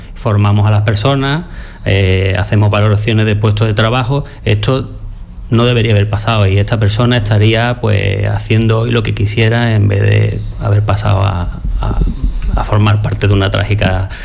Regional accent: Málaga, Andalusia, Spain; los que somos malagueños sabemos lo que es un día de terral.

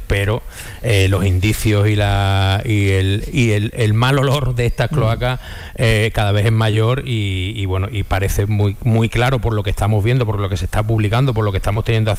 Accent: Spain; es muy triste y es muy duro ver como español y como ciudadano que nuestro gobierno

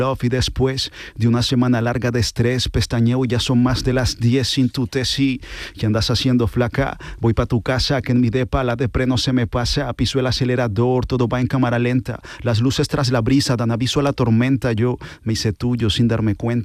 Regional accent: Cali, Valle del Cauca, Colombia; Yo soy caleño, de Cali, Colombia.

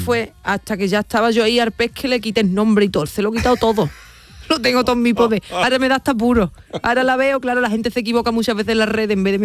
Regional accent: Andalusia, Spain; que hablo como la gente de Chipiona porque mi pueblo está al lado

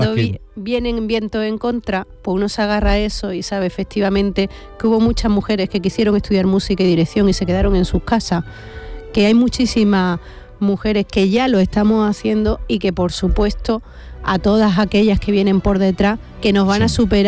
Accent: Andalusia, Spain; Aquí estoy feliz porque como andaluza se me reconoce como andaluza

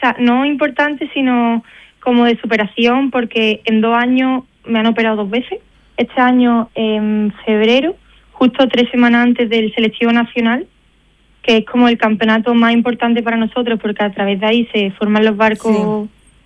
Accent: Málaga, Andalusia, Spain; moved away as an adult; now in Seville, Spain; yo soy de Málaga, pero llevo ya 5 años viviendo en Sevilla

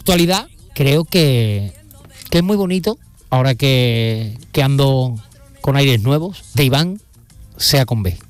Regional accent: Alcalá de Guadaíra, Andalusia, Spain; also born or lived in Seville; mi residencia está en Alcalá de Guadaira desde pequeño. Soy alcalareño. Sevillano y alcalareño.

